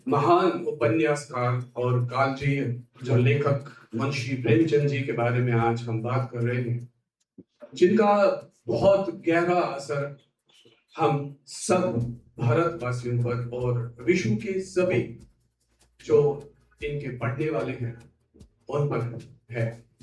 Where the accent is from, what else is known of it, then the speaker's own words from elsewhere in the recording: Jammu and Kashmir, India; now in Ambala, India; मैं मूलतः कश्मीर से हूं और 36 वर्ष पहले अंबाला की इस कर्मभूमि पर आया था जब हमने सब कुछ पीछे छोड़ सब कुछ खोके एक नए संस्कृति में एक नए आबोहवा में हमने अपनी जिंदगी शुरू की।